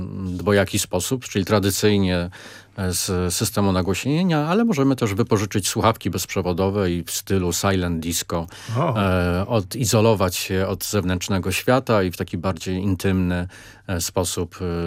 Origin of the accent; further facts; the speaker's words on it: Zabrze, Silesian Voivodeship, Poland; now in Warsaw, Poland; Ja pochodzę z Zabrza